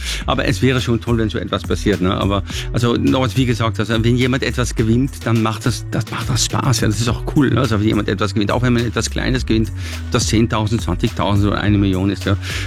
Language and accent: German; Netherlands; German is a second language; ich bin Holländer, wie Sie wissen, vielleicht auch hören